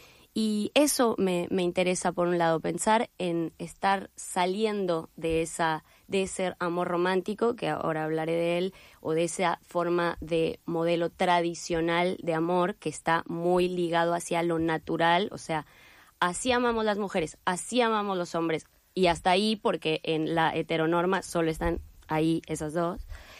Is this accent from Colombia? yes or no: no; Mexico; moved away; soy de México.